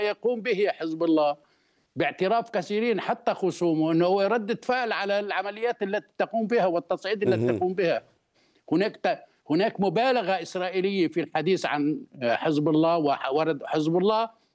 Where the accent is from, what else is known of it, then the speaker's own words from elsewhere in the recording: Lebanon; الغريب عندنا في لبنان